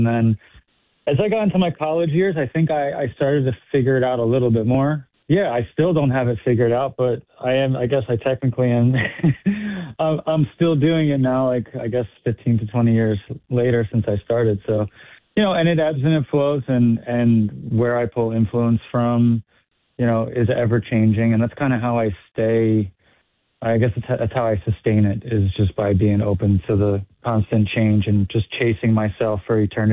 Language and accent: English; New Jersey, United States; So I grew up right outside of Philly in South Jersey.